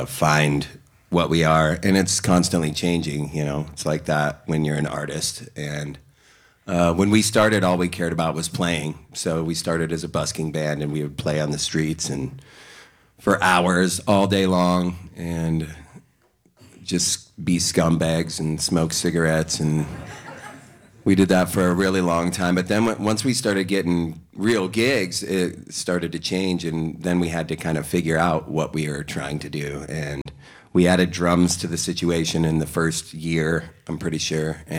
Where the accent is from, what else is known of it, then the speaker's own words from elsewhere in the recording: Idaho, United States; For me, I'm from Idaho originally, and my parents would take me to the county fair